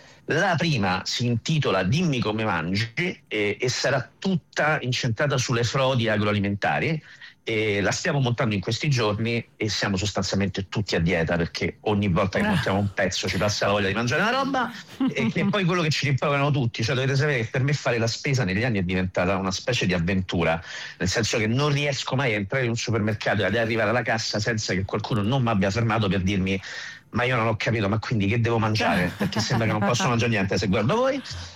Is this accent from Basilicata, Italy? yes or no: no; Ostia, Lazio, Italy; Ancora oggi i colleghi, quando scoprono che io vengo da Ostia, mi danno una pacca sulla spalla